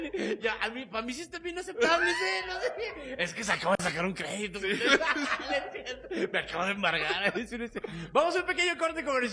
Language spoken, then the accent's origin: Spanish; Sinaloa, Mexico; Sinaloa, mi tierra.